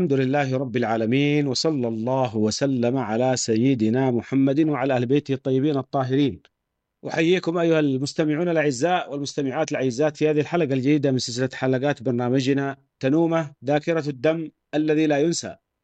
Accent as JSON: {"language": "Arabic", "country": "Syria", "said": "عندنا في سوريا"}